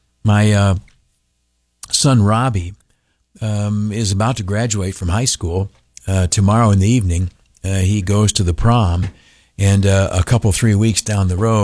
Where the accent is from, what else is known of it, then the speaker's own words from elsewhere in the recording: New York, United States; moved away; tomorrow morning, he and I are going to go down to my hometown, Canastillo, and run the 5K down there.